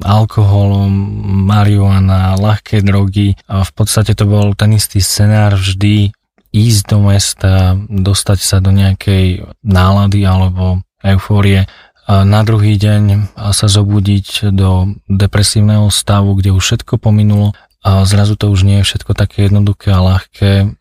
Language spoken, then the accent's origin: Slovak; Žilina Region, Slovakia; now in Bratislava, Slovakia; pochádzam z Liptova, mám 28 rokov a s manželkou mám dvoch krásnych chlapcov a momentálne žijeme v Bratislave.